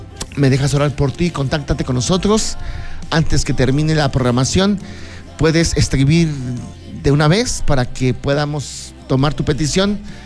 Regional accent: Mexico; Spanish is a second language; Nosotros como mexicanos

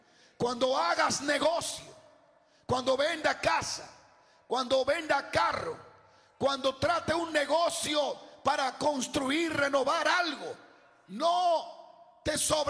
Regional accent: Dominican Republic; porque como los dominicanos gritamos tan fuerte, yo dije, yo creo que todo este es la parte mía.

